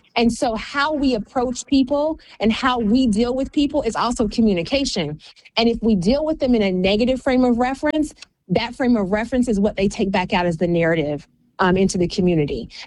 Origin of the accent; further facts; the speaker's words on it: Athens, Georgia, United States; I grew up in the Black Baptist Church, you know, in my hometown of Athens, Georgia.